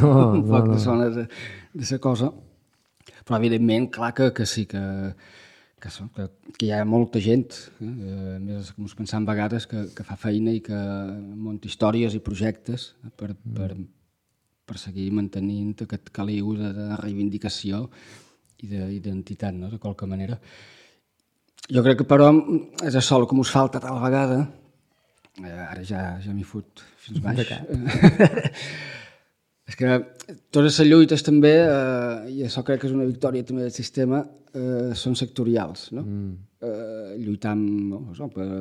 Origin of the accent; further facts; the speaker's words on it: Balearic Islands, Spain; Que ens defineixen com a menorquins, com a menorquines, com a illa